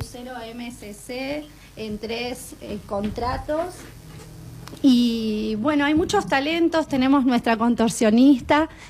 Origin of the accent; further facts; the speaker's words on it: Escobar, Buenos Aires Province, Argentina; Yo, por ejemplo, soy de Escobar, de la provincia de la Fiesta de la Flor